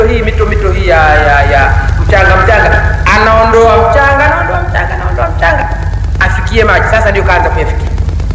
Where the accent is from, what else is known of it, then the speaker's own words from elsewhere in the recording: Tanzania; now in Dar es Salaam, Tanzania; Mimi najua maisha ya Uzalaki. Kule nilikozaliwa nikakulia na yajua sana maisha yake.